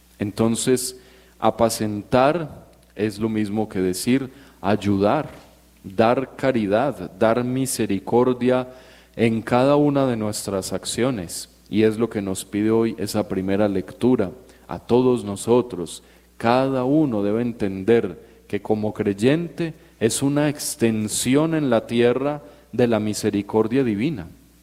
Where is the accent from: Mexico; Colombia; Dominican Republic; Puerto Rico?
Colombia; Antioquia; accent: paisa; yo soy, hablo paisa, yo no soy nigeriano